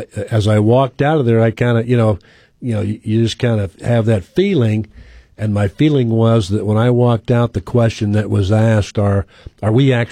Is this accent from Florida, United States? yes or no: yes; Jacksonville, Florida, United States; Because I grew up in Jacksonville.